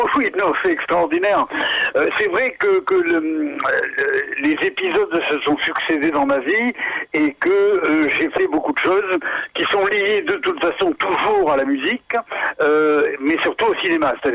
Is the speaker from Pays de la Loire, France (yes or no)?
no; Aubagne, Provence-Alpes-Côte d'Azur, France; born there; je suis né à Aubagne, patrie de Marcel Pagnol, et quasiment dans la maison d'à côté où il est né.